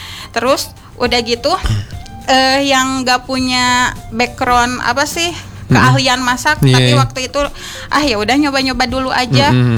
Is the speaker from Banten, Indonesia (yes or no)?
no; Cimahi, West Java, Indonesia; now in Bandung, Indonesia; Terus saya juga kebetulan asli orang Cimahi.